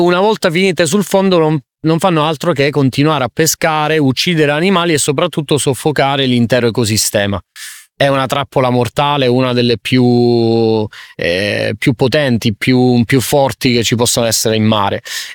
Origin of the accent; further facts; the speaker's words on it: Sicily, Italy; Io da siciliano sono cresciuto nel mare della Sicilia